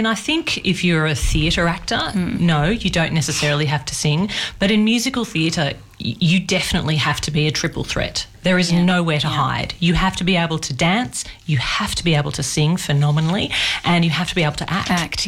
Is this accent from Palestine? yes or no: no; Sydney, New South Wales, Australia; also born or lived in Darwin; now in Canberra, Australia; Well, I'm originally from Sydney.